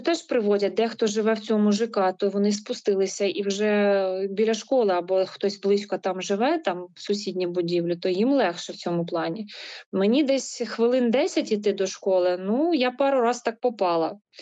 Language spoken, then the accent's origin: Ukrainian; Kyiv, Ukraine; Це моє рідне місто, це місце, де я народилася, це місце, де пройшло моє дитинство, де я працюю.